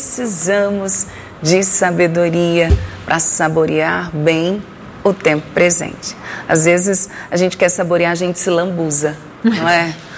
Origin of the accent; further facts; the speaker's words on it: Três Cachoeiras, Rio Grande do Sul, Brazil; sou natural de Três Cachoeiras, no Rio Grande do Sul.